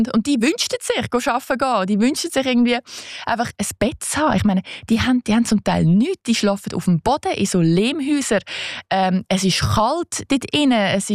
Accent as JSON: {"language": "German", "country": "Switzerland", "said": "weil wenn du so als Schweizer in den Tee gehst und keine Ahnung hast, ja."}